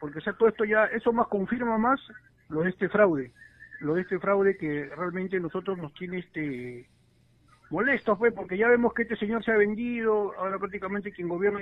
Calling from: Lima, Peru

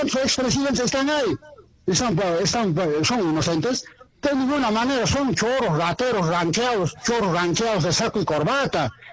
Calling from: Azángaro, Puno, Peru; me estoy comunicando acá en la ciudad de Zángaro

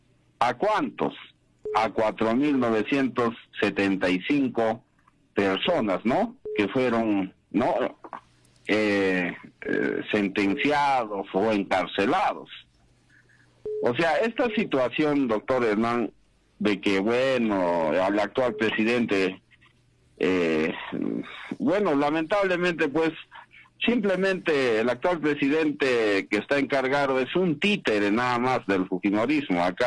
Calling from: Huancané, Puno, Peru; desde Huancané.

